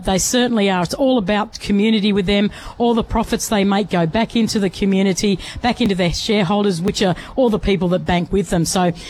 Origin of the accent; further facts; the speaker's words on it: Bega, New South Wales, Australia; back in my hometown